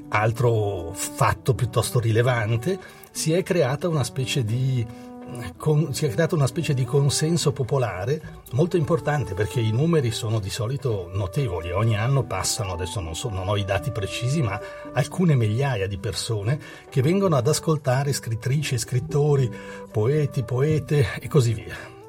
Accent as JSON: {"language": "Italian", "town": "Chiasso", "region": "Ticino", "country": "Switzerland", "tie": "born or raised there", "moved": "as an adult", "said": "io sono di Chiasso, sono nato e cresciuto a Chiasso, almeno fino a quando poi sono andato via a studiare, poi a lavorare."}